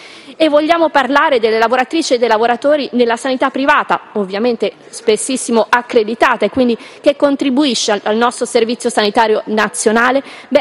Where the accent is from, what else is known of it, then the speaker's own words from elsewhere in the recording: Lombardy, Italy; io lo dico da lombarda